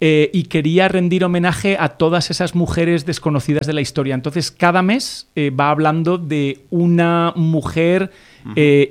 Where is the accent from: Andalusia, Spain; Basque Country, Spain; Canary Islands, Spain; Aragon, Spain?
Aragon, Spain; yo soy aragonés.